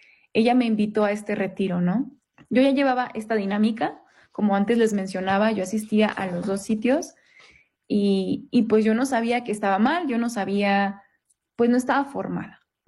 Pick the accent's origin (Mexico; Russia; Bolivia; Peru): Mexico; Santa María del Oro, Durango; also born or lived in Denver, Colorado, United States; now in Querétaro, Mexico; yo no soy de Durango Capital, soy de Santa María del Oro, que es un municipio del estado de Durango.